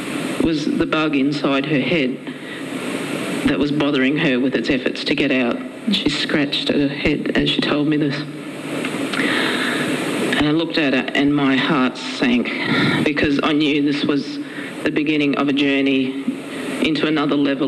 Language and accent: English; Logan, Queensland, Australia; growing up in Logan